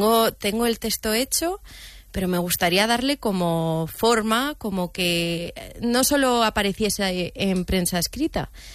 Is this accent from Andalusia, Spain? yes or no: no; Brihuega, Castilla-La Mancha, Spain